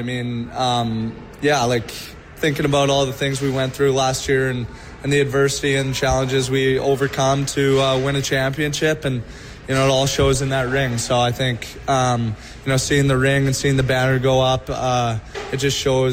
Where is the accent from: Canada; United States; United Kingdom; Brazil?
Canada; Saskatoon, Saskatchewan; Yeah, I grew up in Saskatoon. I played minor hockey there